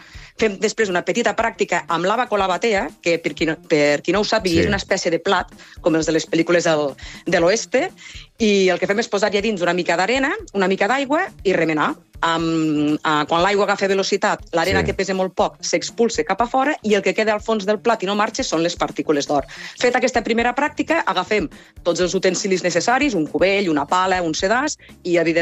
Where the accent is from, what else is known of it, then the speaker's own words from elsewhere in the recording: Catalonia, Spain; Bé, som el Far West català, no? Som de Ponent i, per tant, som el Far West de Catalunya.